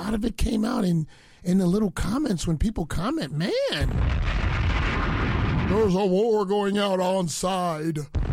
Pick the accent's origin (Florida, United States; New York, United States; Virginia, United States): New York, United States; New York City; born there; I'm a Jamaican born in the Bronx.